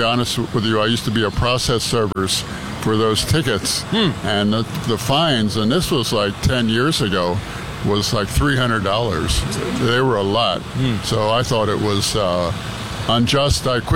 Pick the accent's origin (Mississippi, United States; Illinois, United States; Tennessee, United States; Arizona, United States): Arizona, United States; Tucson; I'm from Tucson, come from Tucson.